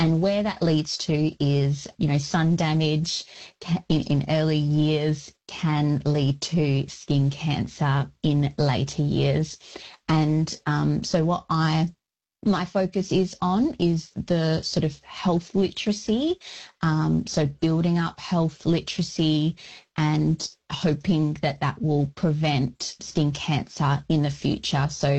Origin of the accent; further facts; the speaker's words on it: Bunbury, Western Australia, Australia; So I'm a proud Wilman Noongar woman. So Noongar from the southwest region of Western Australia. I was actually born and raised on Wadandibudja, which is down in the Goomberup, which is Bunbury region of Noongar country.